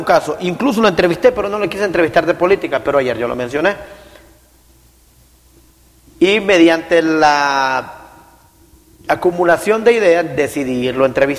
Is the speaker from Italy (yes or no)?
no; Honduras; en la cuadra donde me crié en San Juan